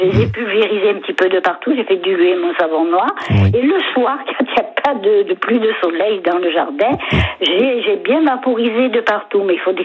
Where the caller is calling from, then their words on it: Avignon, Provence-Alpes-Côte d'Azur, France; j'habite à Avignon